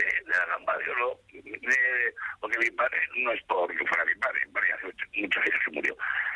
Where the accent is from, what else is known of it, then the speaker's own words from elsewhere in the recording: Gallur, Aragon, Spain; Eso no lo he comido más que en mi pueblo, en Gallur.